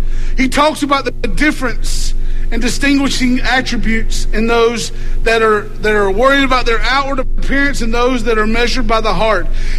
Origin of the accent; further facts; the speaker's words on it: United States; as an American